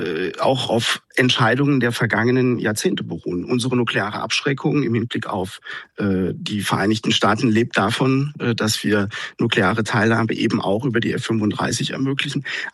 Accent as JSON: {"language": "German", "region": "German-French border region", "country": "Germany", "said": "Ich komme aus der Grenzregion, die Menschen leben ja zusammen."}